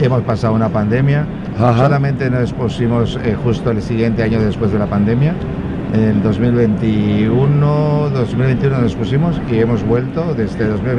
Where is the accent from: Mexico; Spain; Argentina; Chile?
Mexico; Campeche; born there; nosotros somos campechanos, porque nacimos en Campeche